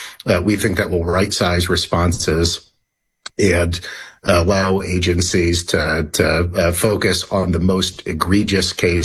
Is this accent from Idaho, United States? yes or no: yes; Idaho, United States; I'm from Idaho as well, so we're neighbors, Glenn.